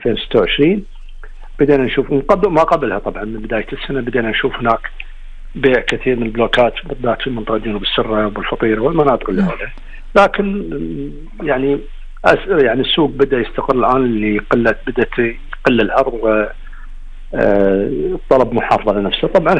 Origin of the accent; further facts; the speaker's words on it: Kuwait; إحنا مشكلة عندنا في الكويت